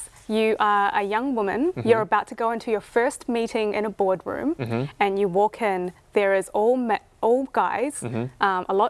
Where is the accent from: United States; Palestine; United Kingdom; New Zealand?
New Zealand; also born or lived in Thailand; for me, I grew up in New Zealand mm-hmm. and Thailand. Mm-hmm. So I was able to see the differences in how people lived in both countries.